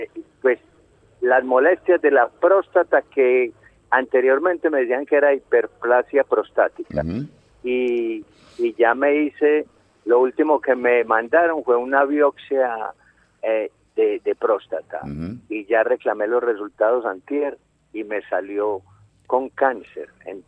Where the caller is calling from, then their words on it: Copacabana, Antioquia, Colombia; yo vivo en Copacabana.